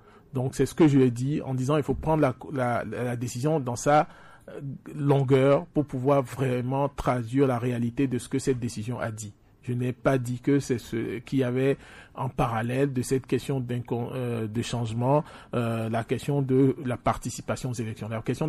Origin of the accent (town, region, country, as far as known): Togo